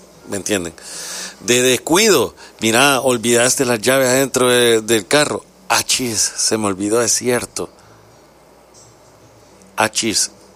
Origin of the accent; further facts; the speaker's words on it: Honduras; Soy hondureña y ya me aprendí la palabra